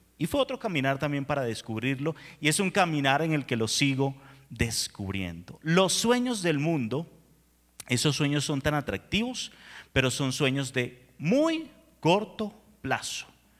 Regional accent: Venezuela; moved away as an adult; now in Colombia; cuando llegué a Colombia, yo soy venezolano, resumen para los que no me conocían, cuando llegué a Colombia hace 8 años

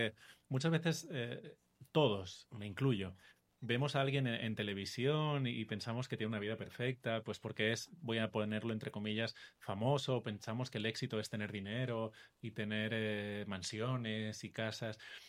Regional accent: Barcelona, Catalonia, Spain; now in Colombia; Yo soy español, de Barcelona

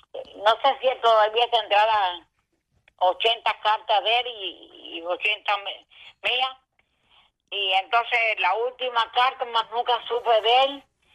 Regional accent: Caimito, Mayabeque, Cuba; moved away; also born or lived in Alquízar, Cuba; Yo nací en Cuba.

